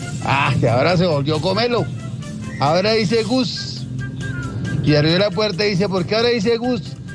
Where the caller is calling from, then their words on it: Bogotá, Colombia; Le hablo de Bogotá